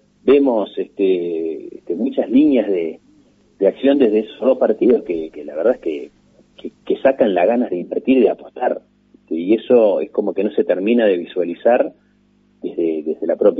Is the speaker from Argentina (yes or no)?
no; Uruguay; somos todos uruguayos